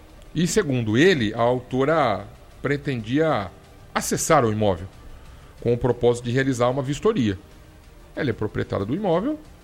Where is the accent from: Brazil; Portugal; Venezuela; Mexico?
Brazil; Eu cresci lá na Vila Independência